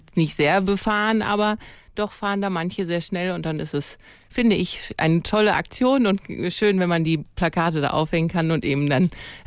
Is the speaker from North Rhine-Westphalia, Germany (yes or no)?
yes; Brockhagen, North Rhine-Westphalia, Germany; Ich komme aus Brookhagen. Wir wohnen da in der Riegestraße.